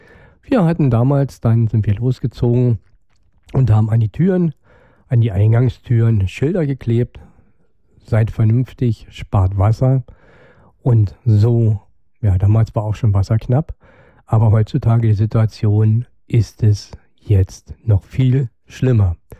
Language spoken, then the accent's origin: German; Brandenburg, Germany; wie wir als Brandenburger das auch anders sehen